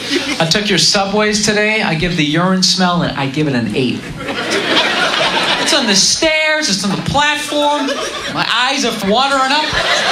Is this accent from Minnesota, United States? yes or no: no; Boston, Massachusetts, United States; I'm from Boston, man.